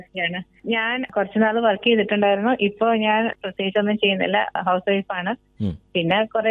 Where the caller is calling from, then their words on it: Thalayolaparambu, Kerala, India; Kottayam തലവലപ്പറമ്പ്.